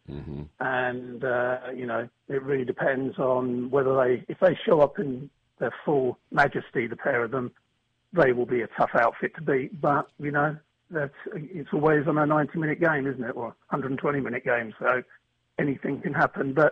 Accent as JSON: {"language": "English", "region": "London", "country": "United Kingdom", "tie": "born or raised there", "said": "Well, because, actually, I was brought up in London, I'm a Chelsea fan."}